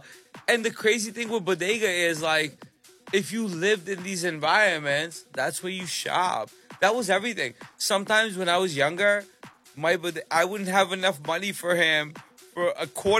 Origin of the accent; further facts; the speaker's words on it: New York, United States; So the Sikh, growing up in New York with … it was a challenge, bro.